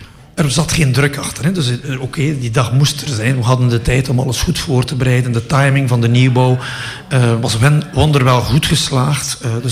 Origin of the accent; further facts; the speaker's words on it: Bruges, Flanders, Belgium; also born or lived in Lendelede / Wingene; ik ben een Bruggeling